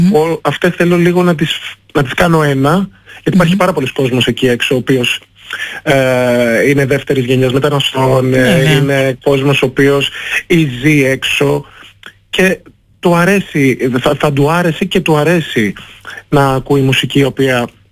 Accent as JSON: {"language": "Greek", "country": "Greece", "tie": "born or raised there", "said": "Η μαμά μου είναι Αφρικανίδα και ο μπαμπάς μου είναι Έλληνας. Έχω γεννηθεί και έχω μεγαλώσει στην Ελλάδα."}